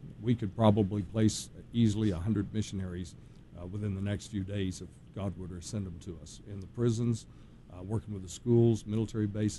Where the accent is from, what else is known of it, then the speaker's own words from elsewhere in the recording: Georgia, United States; Born and raised in the South, in the North Georgia area.